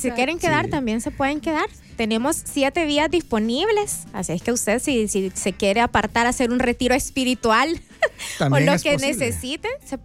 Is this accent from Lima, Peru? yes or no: no; Cajamarca, Peru; nosotros venimos de Cajamarca solo a dar buenas noticias, porque en Cajamarca solo pasan cosas buenas.